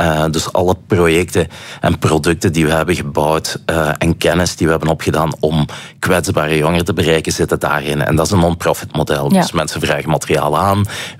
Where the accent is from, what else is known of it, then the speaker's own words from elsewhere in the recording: Flanders, Belgium; Ik zeg, soy de Belgica.